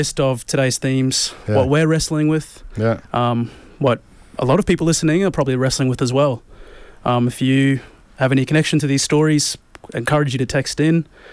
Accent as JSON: {"language": "English", "town": "Brisbane", "region": "Queensland", "country": "Australia", "tie": "born or raised there", "said": "with South Sea Islander connections on both sides of the family. I was born and raised in Inala, and right now I'm broadcasting from 4ZZZ, Fortitude Valley"}